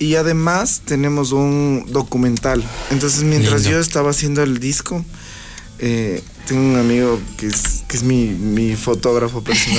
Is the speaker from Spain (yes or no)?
no; Ecuador; tengo la suerte de ser ecuatoriano